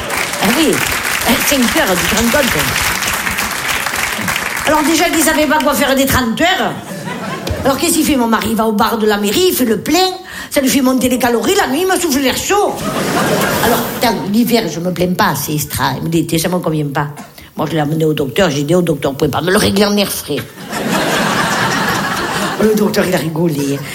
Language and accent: French; Nice, Provence-Alpes-Côte d'Azur, France; Et moi, je l'ai fait comme on l'a fait chez nous à Nice, à la pomme de terre.